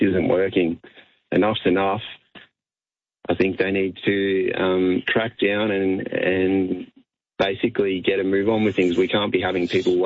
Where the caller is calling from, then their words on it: Ballarat, Victoria, Australia; Good morning, Australia, from Ballarat.